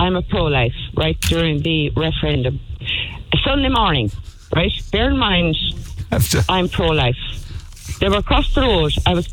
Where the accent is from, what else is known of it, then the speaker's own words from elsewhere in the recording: Munster, Ireland; accent: Kerry; I have all my Kerry accent out today.